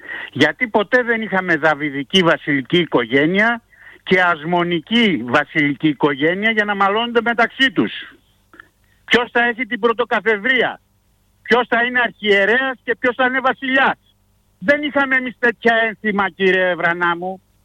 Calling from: Greece; Είμαστε Έλληνες εμείς.

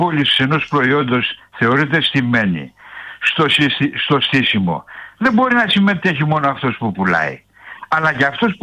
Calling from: Piraeus, Attica, Greece; εγώ είμαι από την Καστέλα. Είμαι από τον Πειραιά και είμαι Ολυμπιακός.

